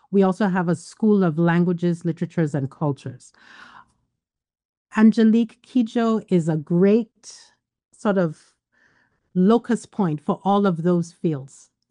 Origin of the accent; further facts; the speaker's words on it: Nigeria; Yes, I'm half Nigerian. So I grew up in Nigeria, hearing a lot of West African music, highlife, Makossa, Afrobeat.